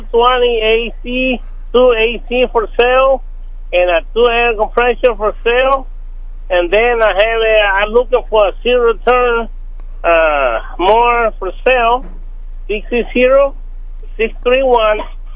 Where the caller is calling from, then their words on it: Marshall, Missouri, United States; calling for Marshall.